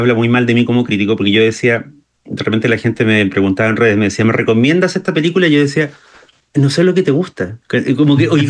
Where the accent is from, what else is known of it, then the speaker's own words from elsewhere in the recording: Temuco, Araucanía, Chile; now in Santiago, Chile; cuando yo me mudé de Temuco a Santiago, que es la capital